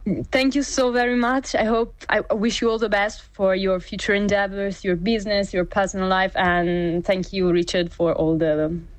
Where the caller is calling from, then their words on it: Milan, Lombardy, Italy; I'm calling from Milan, Italy.